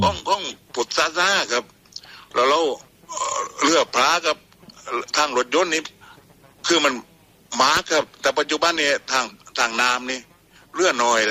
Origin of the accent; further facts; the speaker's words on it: Surat Thani, Thailand; เห็นมาตั้งแต่เด็กๆเห็นเรื่องประเพณีจักพระเราภูมิใจครับว่าคนสุราษฎร์นี่ทำได้ยิ่งใหญ่มาก